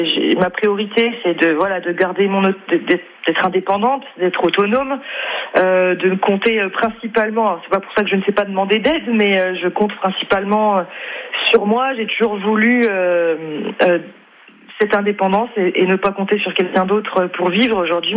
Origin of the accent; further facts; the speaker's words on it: Bourgogne-Franche-Comté, France; Oui, moi je viens de Haute-Saône. En plus, c'est une partie de la Franche-Comté.